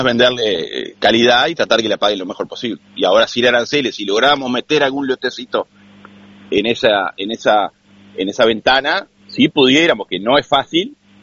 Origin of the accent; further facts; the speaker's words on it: Minas, Lavalleja, Uruguay; se festeja en Minas, justo en mi tierra, en La Valleja.